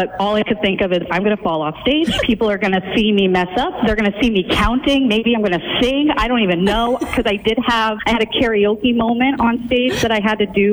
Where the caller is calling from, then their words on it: Saco, Maine, United States; I'm from Saco, Maine.